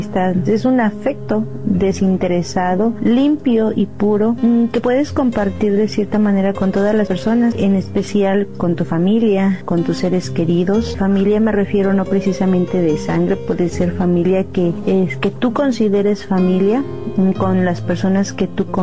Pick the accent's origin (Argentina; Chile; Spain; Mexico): Mexico; Huejutla de Reyes, Hidalgo; tengo 29 años y soy originaria de Huejutla de Reyes, Hidalgo.